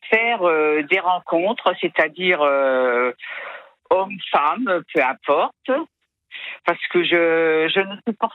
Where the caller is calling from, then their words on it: Reims, Grand Est, France; Je suis à Reims.